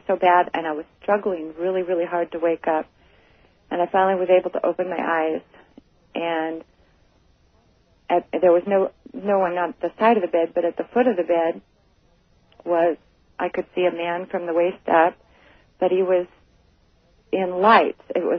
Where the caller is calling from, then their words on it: Wenatchee, Washington, United States; Hi, I'm calling from Wenatchee.